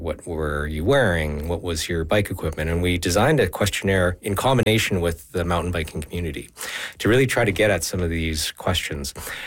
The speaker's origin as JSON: {"language": "English", "region": "Saskatchewan", "country": "Canada", "tie": "born or raised there", "said": "I grew up in Saskatchewan playing hockey"}